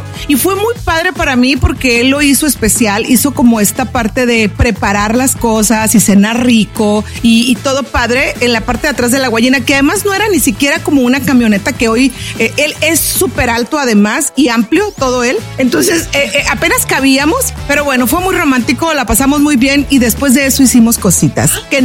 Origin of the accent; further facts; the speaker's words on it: Guamúchil, Sinaloa, Mexico; en Guamuchil, porque soy de Guamuchil, no había ni moteles, ni hoteles, ni nada que termine en él.